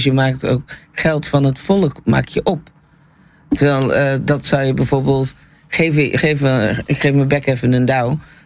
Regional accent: Zeeland, Netherlands; Ik ben van Kittekort in Zeeland en ik werk met heel veel vrijwilligers ook.

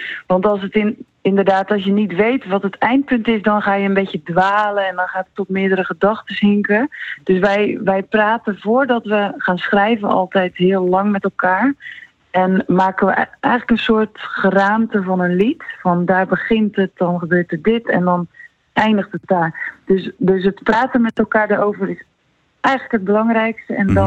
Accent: Zeeland, Netherlands; accent: Zeeuws; Ja, ik had wel. Ik sprak wel Zeeuwser dan ik dacht.

